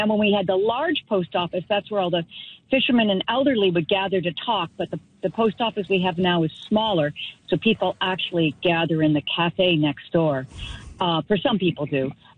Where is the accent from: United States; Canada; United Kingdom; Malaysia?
Canada; Lunenburg, Nova Scotia; I was brought up in Lunenburg, but then I lived outside